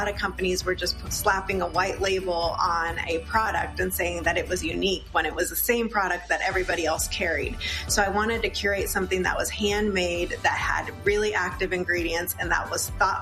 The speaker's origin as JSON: {"language": "English", "town": "San Diego", "region": "California", "country": "United States", "tie": "born or raised there", "said": "I grew up in San Diego, and I didn't know how spoiled I was to grow up in a place like San Diego."}